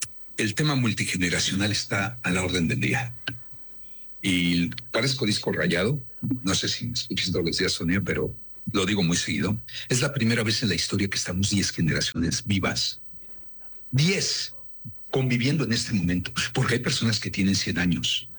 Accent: Mexico

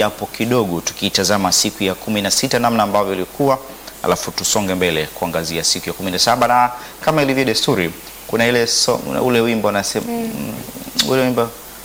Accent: Songea, Ruvuma, Tanzania; moved away; kule nyumbani kwetu Songea, kule Mbali Mbinga

